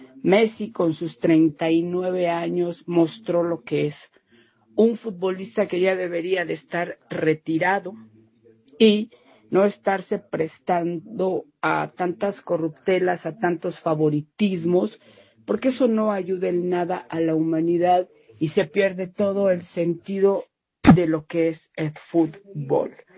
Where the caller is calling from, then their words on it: Mexico City, Mexico; Hola, buenos días … de Ciudad de México.